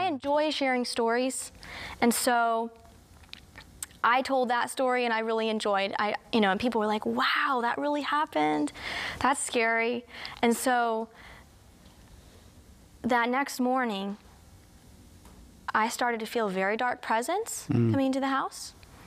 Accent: New England, United States; now in Alabama, United States; And I, you know, I came from New England where you'd hear that sliding off of the metal roof.

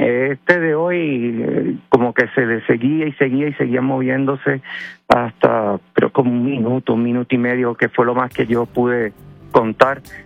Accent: Aguadilla, Puerto Rico; now in Bogotá, Colombia; Sí, buenos días desde Bogotá, y sí, soy de Aguadilla también.

